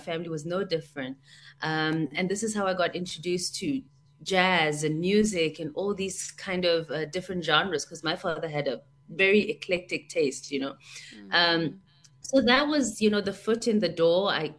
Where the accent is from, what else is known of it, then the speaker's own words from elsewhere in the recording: South Africa; growing up in South Africa